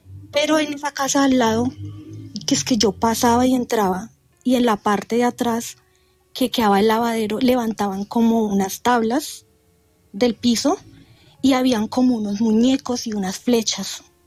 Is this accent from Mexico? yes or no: no; San José del Guaviare, Guaviare, Colombia; born there; moved away; also born or lived in Tuluá, Valle del Cauca / Calamar, Guaviare; los 9 años, vivíamos en San José del Guaviare. Mi familia, yo soy de Tuluá Valle, pero pues mi papá y mi mamá siempre se fueron a vivir por allá. Y yo me crié allá